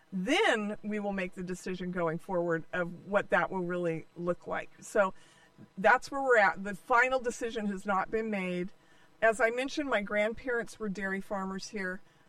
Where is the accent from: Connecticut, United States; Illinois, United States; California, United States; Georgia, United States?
California, United States; Modesto; But the real bottom line of it all is I was born in Modesto. I was raised in Modesto.